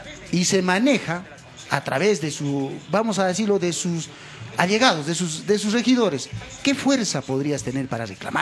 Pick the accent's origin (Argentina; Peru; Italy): Peru; como santiaguino, más que todo como santiaguino